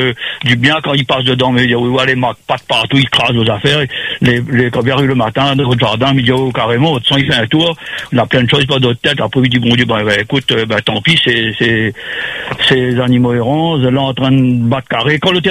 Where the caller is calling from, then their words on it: Saint-Louis, Réunion; je vous appelle de Saint-Louis